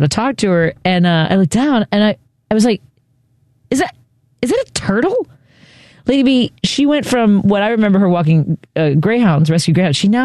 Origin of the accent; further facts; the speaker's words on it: Chicago, Illinois, United States; I grew up in Chicago, not fa